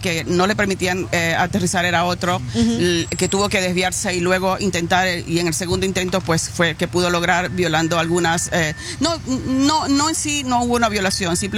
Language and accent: Spanish; Venezuela; moved away; Y como cada venezolano en el mundo, nosotros estamos regaditos por todas partes, los que no podemos estar en Venezuela